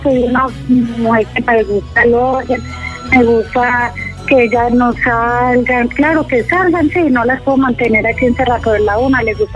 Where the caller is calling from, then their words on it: Bello, Antioquia, Colombia; yo vivo en Bello.